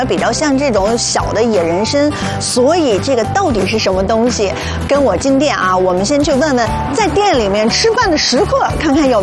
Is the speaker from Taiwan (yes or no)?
no; Xinjiang, China; now in Beijing, China; 对于在新疆长大的姑娘来说哈，这个并不陌生